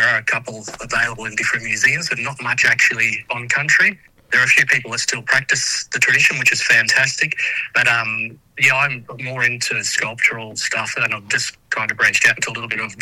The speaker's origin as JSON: {"language": "English", "town": "Menindee", "region": "New South Wales", "country": "Australia", "lives_now": "Broken Hill, Australia", "said": "I'm actually from Menindee, but I like New South Wales, but I live in Broken Hill."}